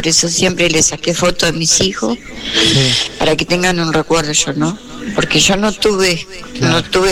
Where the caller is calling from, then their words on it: Río Negro, Argentina; Soy acá de Río Negro.